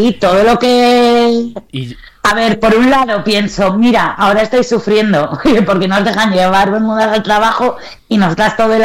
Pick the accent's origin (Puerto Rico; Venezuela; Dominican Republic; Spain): Spain; yo mi horterismo no lo veo tan hortera porque yo soy española